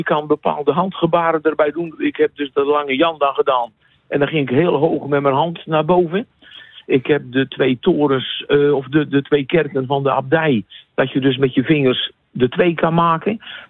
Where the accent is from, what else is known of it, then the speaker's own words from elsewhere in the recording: Netherlands; voor ons als Nederlanders, we zijn met 4 Nederlandse omroepers